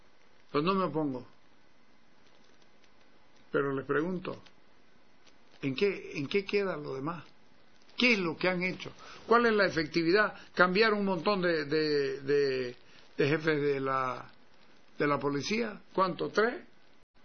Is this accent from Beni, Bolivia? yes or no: no; Santa Cruz, Bolivia; soy cruceño, y no por ser farsante, pero soy cruceño